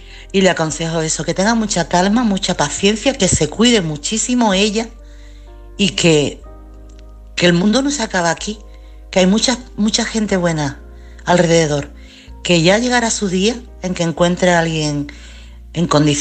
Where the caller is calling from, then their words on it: Chiclana de la Frontera, Andalusia, Spain; corresponsal de Chiclana.